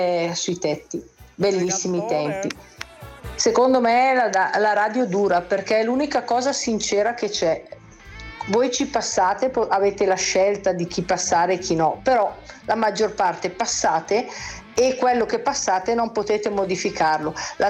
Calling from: Bergamo, Lombardy, Italy; da Bergamo.

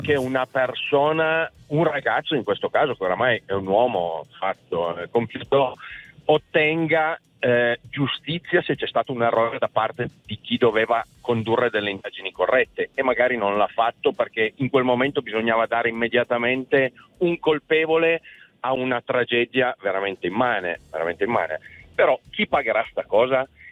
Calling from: San Martino Canavese, Piedmont, Italy; Sono di un piccolo paesino della provincia di Torino, San Martino Canavese.

